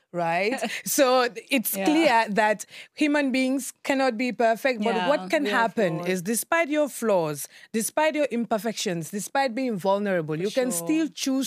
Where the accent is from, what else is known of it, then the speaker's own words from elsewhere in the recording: Gambia; But you know, honestly, I'm from the River Gambia and I can tell you this.